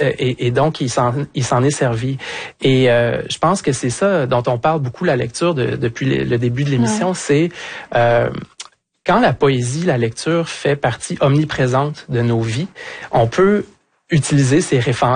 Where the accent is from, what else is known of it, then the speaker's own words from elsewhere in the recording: Quebec, Canada; Tu sais, pour revenir plus près de chez nous, au Québec, le premier référendum, René Lévesque, il a terminé avec la chanson